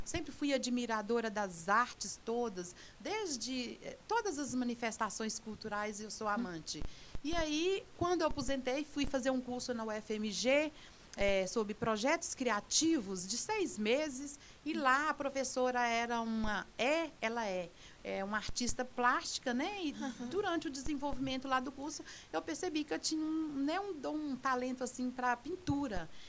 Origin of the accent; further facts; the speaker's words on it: Dom Serafim, Minas Gerais, Brazil; born there; also born or lived in Itamarandiba; Eu sou a primeira filha. Eu nasci na zona rural, lá em Dom Serafim.